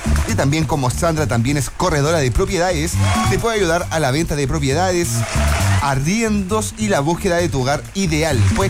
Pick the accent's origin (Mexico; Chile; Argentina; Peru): Chile; nosotros acá los chilenos, como buen chileno